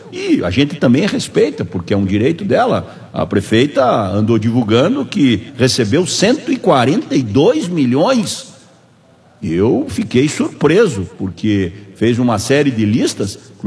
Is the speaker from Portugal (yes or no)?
no; Clevelândia, Paraná, Brazil; also born or lived in Curitiba; Talvez você não saiba e alguns amigos não saibam, eu não nasci em Clevelândia.